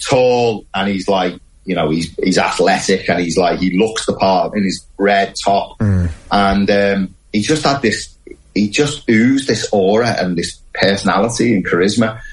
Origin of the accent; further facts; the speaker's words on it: Wirral, North West England, United Kingdom; Yeah, I mean, I'm from the Wirral. You know, I was born there, and I was never really a golf nut.